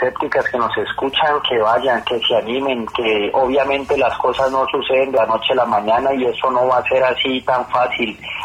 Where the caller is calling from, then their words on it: Segovia, Antioquia, Colombia; Lo estoy llamando de Segovia, Antioquia, profe, yo soy paciente de Medellín.